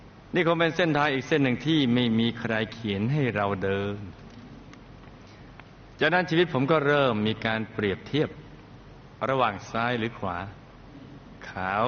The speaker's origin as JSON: {"language": "Thai", "region": "Chonburi", "country": "Thailand", "tie": "born or raised there", "also_born_or_lived": "Bangkok", "said": "หลังจากยอมพ่อยอมแม่กำเนิดกับผมที่กรุงเทพได้ไม่นานครอบครัวเราก็ย้ายไปอยู่ที่จังหวัดชลบุรีกระผมมีทั้งพี่และน้องอีก10คน"}